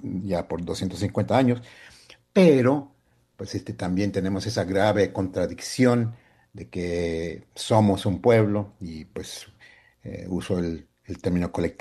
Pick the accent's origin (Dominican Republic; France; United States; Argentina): United States; mi verdad en decir que yo soy de Estados Unidos, estadounidense, no digo americano